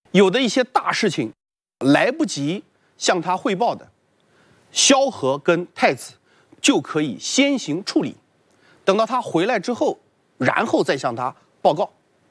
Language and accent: Chinese; Xuzhou, Jiangsu, China; 项羽的首都彭城，就是我的老家徐州